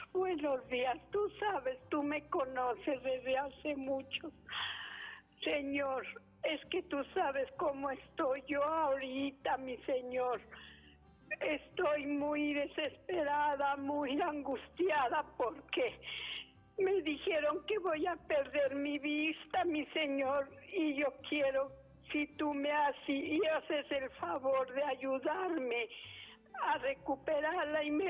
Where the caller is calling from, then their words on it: Aguascalientes, Mexico; De Aguascalientes.